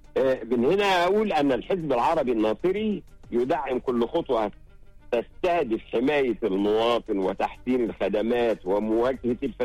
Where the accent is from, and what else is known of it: Egypt